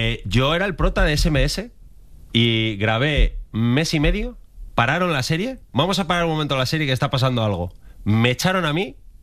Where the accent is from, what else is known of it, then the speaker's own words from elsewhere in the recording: León, Castile and León, Spain; mi padre es de un pueblo de León, mi madre es de Astorga, mi padre un pueblo que se llama Hospital de Órbigo y hemos vivido siempre en León, ¿no? Pero yo en mi pueblo paso los veranos, navidades, tal, mi núcleo fuerte de amigos son todos del pueblo